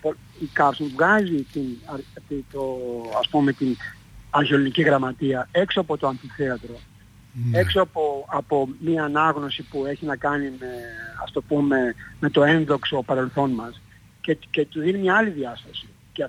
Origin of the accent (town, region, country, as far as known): Greece